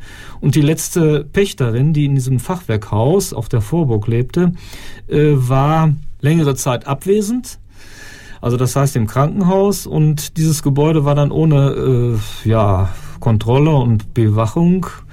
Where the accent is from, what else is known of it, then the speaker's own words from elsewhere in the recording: Bochum, North Rhine-Westphalia, Germany; moved away as an adult; Ich komme aus Bochum